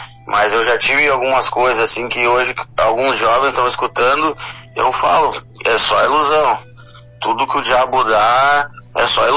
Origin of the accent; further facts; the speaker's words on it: Rio Grande do Sul, Brazil; Sim, uh-huh. Eu sou do Rio Grande do Sul, uh-huh.